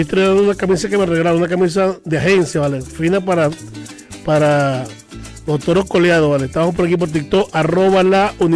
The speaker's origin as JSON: {"language": "Spanish", "region": "Zulia", "country": "Venezuela", "moved": "yes", "said": "Allá en mi estado Zulia, vale"}